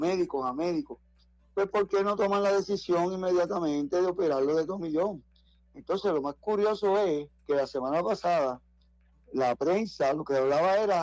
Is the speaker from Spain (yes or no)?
no; Ponce, Puerto Rico; la playa de Ponce, de donde yo soy, donde yo nací.